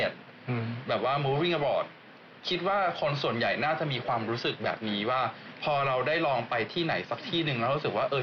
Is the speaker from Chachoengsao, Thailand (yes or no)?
no; Bangkok, Thailand; now in Japan; แต่ผมรู้สึกว่าตอนอยู่ไทยผมอยู่กรุงเทพเนาะผมเป็นคนกรุงเทพแล้วผมรู้สึกว่ากรุงเทพเป็นเมืองที่ไม่ค่อยอนุญาตให้เรามีความสุขเท่าไหร่